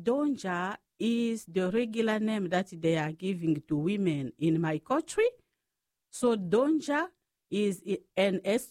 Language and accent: English; Wembonyama, Sankuru, DR Congo; born there; English is a second language; I am Franciscan sister from Republic Democratic of the Congo in Africa. So I am diocesan sister, which means we are under the bishop of local diocese. So I was born in Congo in Africa in a small village called Wembonyama.